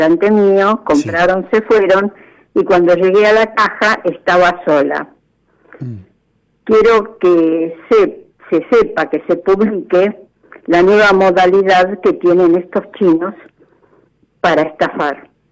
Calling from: Morón, Buenos Aires Province, Argentina; de Morón.

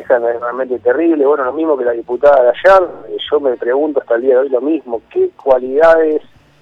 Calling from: Rosales, Argentina; de Rosales.

